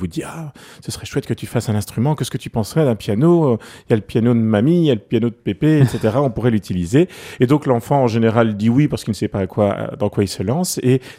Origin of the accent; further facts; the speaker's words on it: Brussels, Brussels-Capital Region, Belgium; j'ai grandi à Bruxelles, dans le nord de Bruxelles, du côté de Jette, précisément. Et donc, Jette, c'est une espèce d'enclave bruxelloise. Enfin, c'est un petit village quelque part dans Bruxelles. Ça fonctionne autrement. Les métros n'y arrivaient pas facilement, les trams non plus. Il y a un bois, il y a un parc.